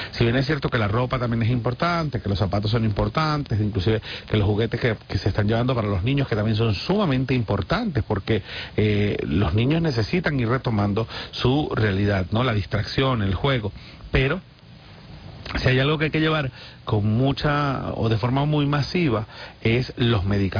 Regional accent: Venezuela; Y cuando digo nosotros es porque somos todos, venezolanos, venezolanas, los caraqueños, los guayeños, los maracuchos, los aragüeños

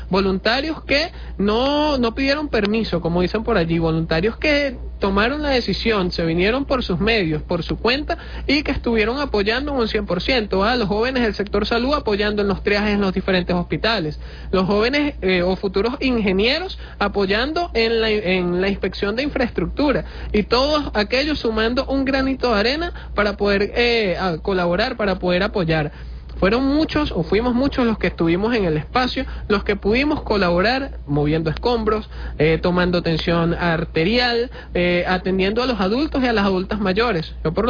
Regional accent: Venezuela; nosotros somos venezolanos, somos venezolanas

